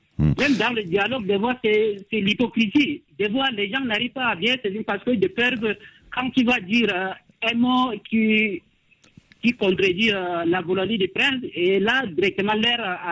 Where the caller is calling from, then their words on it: Abéché, Ouaddaï, Chad; Oui, effectivement, je vous appelle depuis Abéché.